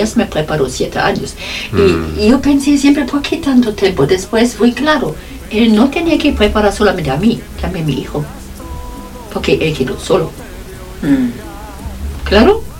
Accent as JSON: {"language": "Spanish", "town": "Magdeburg", "region": "Saxony-Anhalt", "country": "Germany", "second_language": "Spanish", "moved": "as an adult", "lives_now": "Chile", "said": "yo soy de Alemania socialista comunista y... Perdón, yo soy de Magdeburgo, la capital de Sachsen-Anhalt, y un barrio..."}